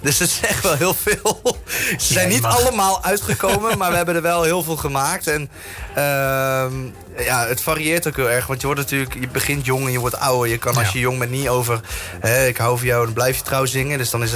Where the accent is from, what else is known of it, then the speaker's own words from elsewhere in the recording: 's-Hertogenbosch, North Brabant, Netherlands; Want ik heb bijvoorbeeld zelf een liedje met carnaval geschreven bij ons in Den Bosch.